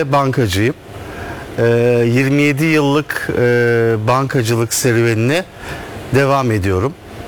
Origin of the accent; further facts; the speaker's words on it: Istanbul, Turkey; born there; 1975 İstanbul doğumluyum.